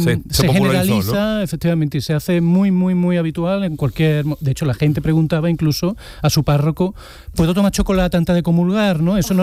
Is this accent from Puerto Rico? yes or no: no; Córdoba, Andalusia, Spain; Venga, que nos vamos a poner en mi tierra, en Córdoba, Charo sabrá, se dice